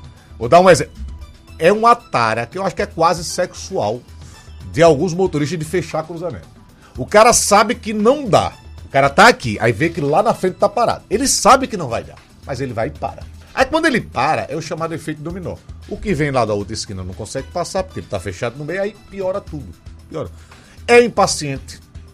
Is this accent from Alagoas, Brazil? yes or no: yes; Maceió, Alagoas, Brazil; Eu sou de Maceió, viu? Nascido e criado aqui